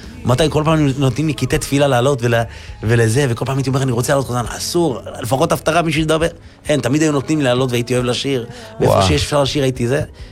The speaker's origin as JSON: {"language": "Hebrew", "town": "Acre", "region": "Northern District", "country": "Israel", "tie": "born or raised there", "moved": "as an adult", "said": "היה מופע בעכו, איפה שגרתי לפני החתונה."}